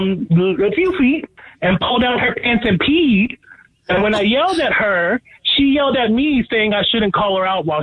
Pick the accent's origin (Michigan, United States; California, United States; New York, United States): New York, United States; Snitches get stitches. I'm from New York. I don't know nothing.